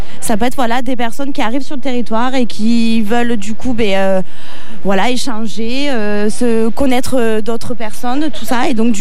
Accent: Mende, Occitanie, France; Alors, moi, je suis plus de Mende.

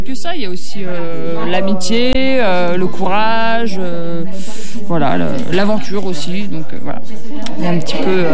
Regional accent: Saint-Etienne, Auvergne-Rhône-Alpes, France; Saint-Etienne.

